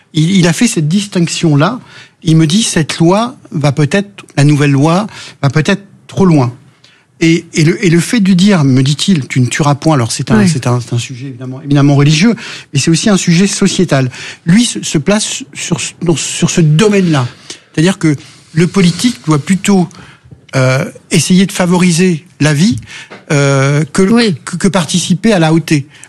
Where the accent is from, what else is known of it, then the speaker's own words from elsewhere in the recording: Auvergne-Rhône-Alpes, France; dans mon département, je suis originaire de l'Allier